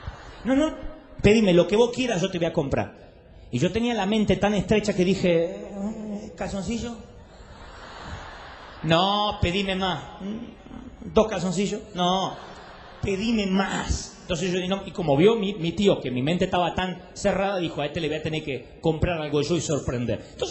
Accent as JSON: {"language": "Spanish", "town": "Billinghurst", "region": "Buenos Aires Province", "country": "Argentina", "tie": "born or raised there", "said": "si naciste en una ciudad pequeñita como nací yo, en Billinghurst, en el partido de San Martín."}